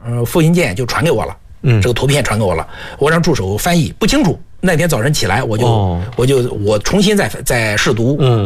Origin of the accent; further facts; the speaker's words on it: China; 我们中国人尊天为大嘛，为长嘛